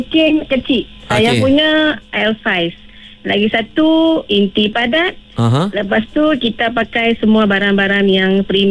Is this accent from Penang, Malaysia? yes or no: yes; Jelutong, Penang, Malaysia; Saya pun anak jati Pulau Pinang daripada Jelutong, asal pada Jelutong.